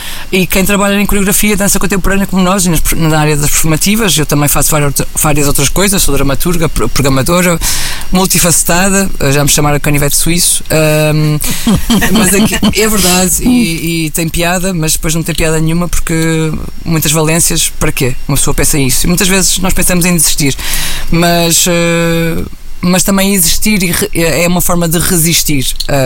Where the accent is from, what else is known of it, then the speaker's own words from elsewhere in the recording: Vila Nova de Gaia, Norte, Portugal; Eu sou de Gaia, portanto sou da margem sul e gosto de dizer isto com muito orgulho, porque sou mesmo da margem sul da região do Porto